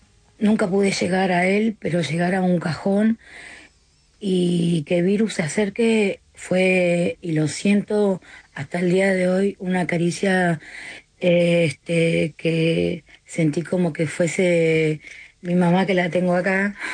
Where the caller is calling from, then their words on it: Pilar, Buenos Aires Province, Argentina; yo soy de Pilar, zona norte